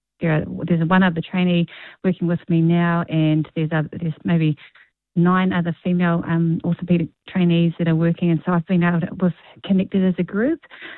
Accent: Tokoroa, Waikato, New Zealand; Yeah, well, funny, I actually, growing up in Tokoroa, I had other dreams.

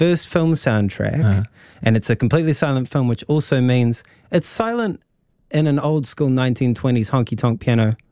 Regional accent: New Zealand; etched into me as a New Zealander. Maybe that makes me somewhat of a failure as a New Zealander.

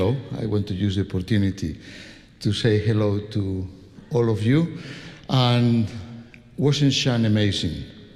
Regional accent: Spain; English is a second language; I am from Spain

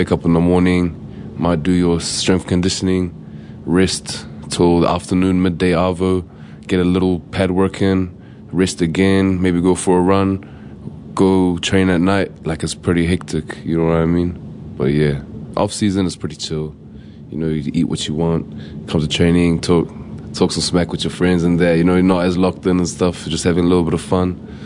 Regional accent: Auckland, New Zealand; also born or lived in Tehran, Iran; I grew up here in New Zealand.

